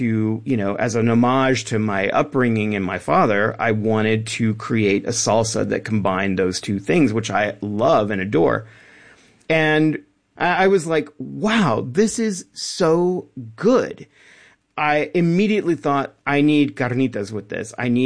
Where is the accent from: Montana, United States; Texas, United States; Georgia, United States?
Texas, United States; born or raised there